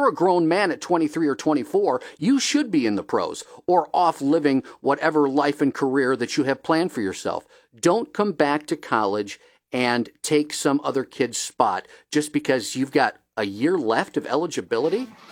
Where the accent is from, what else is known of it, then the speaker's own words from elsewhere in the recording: Ohio, United States; You know, I have one thing in common with Jed York. We're both from Ohio, and that's where it starts and stops.